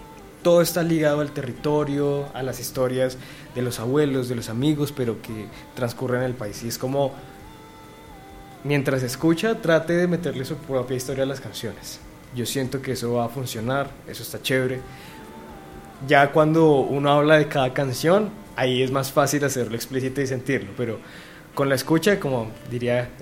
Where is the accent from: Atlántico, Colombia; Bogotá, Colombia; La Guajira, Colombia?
Bogotá, Colombia; nosotros a la final pues somos bogotanos, somos colombianos